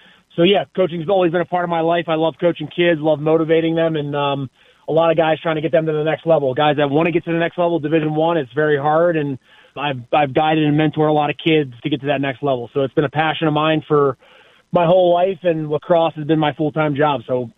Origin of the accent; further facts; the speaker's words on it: Maryland, United States; And I walked on to a college called CCBC Essex, the community college in Maryland, where my hometown is.